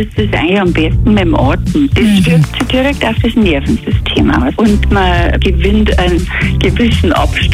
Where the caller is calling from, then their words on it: Ergoldsbach, Bavaria, Germany; Ich komme aus Ergolfsbach und bin Yoga-Lehrerin mit eigenem Studio.